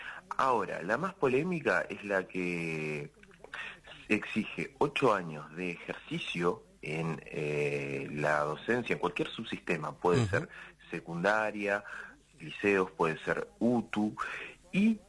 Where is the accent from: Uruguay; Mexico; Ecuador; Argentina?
Uruguay; Tacuarembó; now in Rivera, Uruguay; soy de Tacuarembó y, bueno, también nos afecta a los que somos hijos adoptivos de Rivera.